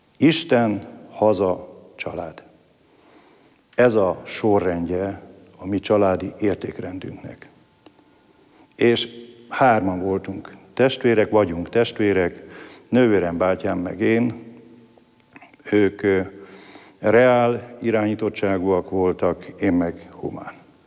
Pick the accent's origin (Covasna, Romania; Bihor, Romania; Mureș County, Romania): Mureș County, Romania; Csávás; now in Slovenia; bortermő vidék, maga Küküllő nagyjából 120 km borvidék. Onnan származom, a település neve Csávás. Csávás Erdély közepébe egy szintiszta magyar falu volt.